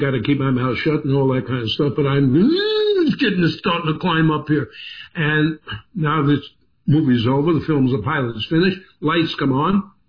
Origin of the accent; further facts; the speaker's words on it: New York, United States; I'm a New Yorker, so I had to call everybody I could get my mind around to buy me a drink